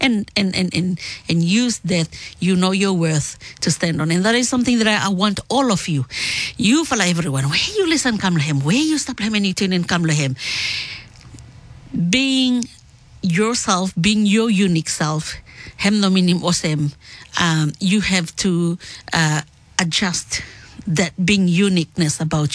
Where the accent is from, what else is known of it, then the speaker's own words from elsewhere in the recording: Rennell and Bellona, Solomon Islands; I might be from Renal Bellona. I might be a Polynesian, but my passport stated that I am a Melanesian because me come from the Solomon Islands.